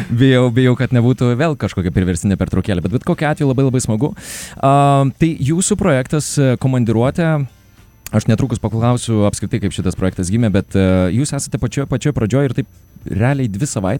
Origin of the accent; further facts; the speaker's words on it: Kaunas, Kaunas County, Lithuania; kaip kaunietis tikras